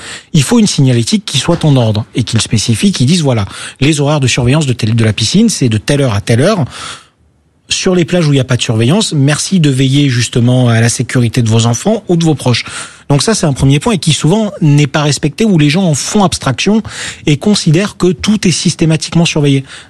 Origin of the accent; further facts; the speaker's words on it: Marseille, Provence-Alpes-Côte d'Azur, France; je suis Marseillais.